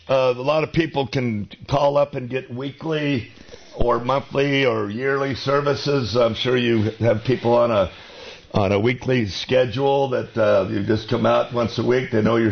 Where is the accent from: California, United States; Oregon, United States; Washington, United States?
California, United States; I took care of a lot of vineyards in my day, and pears growing up in Mendocino County.